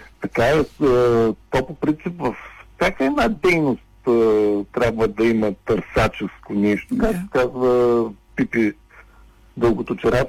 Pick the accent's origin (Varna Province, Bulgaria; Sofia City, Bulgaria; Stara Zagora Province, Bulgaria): Varna Province, Bulgaria; Varna; Роден съм във Варна, през целия си живот съм бил тук, с изключение на времето, когато съм учил в университет.